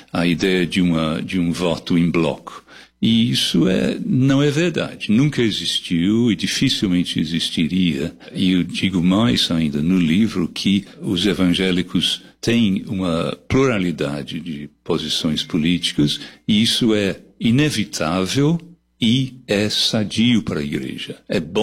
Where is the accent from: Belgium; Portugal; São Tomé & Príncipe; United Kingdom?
United Kingdom; England; born or raised there; Portuguese is a second language; now in Brazil